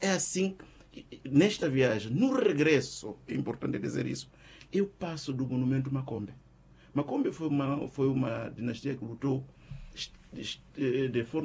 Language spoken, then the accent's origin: Portuguese; Manica, Mozambique; desse reconhecimento enquanto moçambicano, enquanto baruense